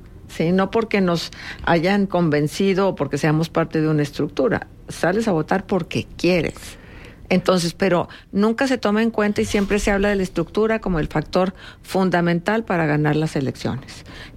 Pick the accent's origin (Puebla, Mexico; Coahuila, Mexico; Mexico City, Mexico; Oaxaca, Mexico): Coahuila, Mexico; una población como la de Coahuila, que tampoco es que sea tan densamente poblado nuestro estado.